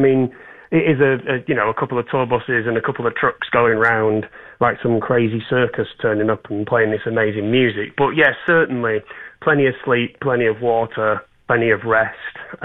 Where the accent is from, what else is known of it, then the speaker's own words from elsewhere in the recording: Manchester, North West England, United Kingdom; I'm from Manchester in the UK, which is in the north